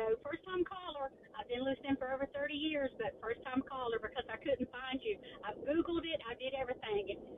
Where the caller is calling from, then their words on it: Houston, Texas, United States; I'm calling from Houston.